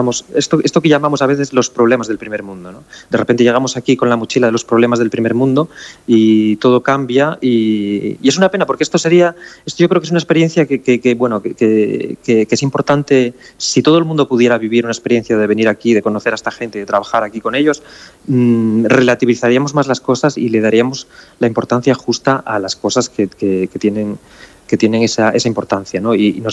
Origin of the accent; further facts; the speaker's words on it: France; yo además vengo de Francia, que es un país que, bueno, ya todos sabemos cómo son